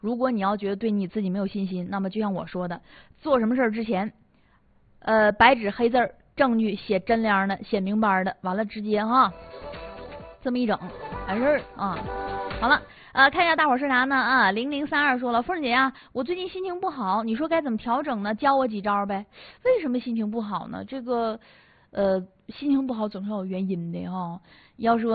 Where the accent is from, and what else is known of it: Northeast China, China